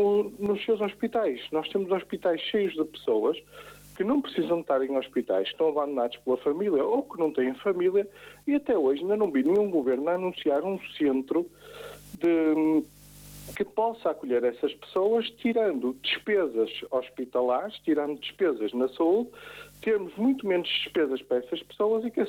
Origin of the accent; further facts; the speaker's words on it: Portugal; Isso, como português, assusta-me e diz muito do estado da nação.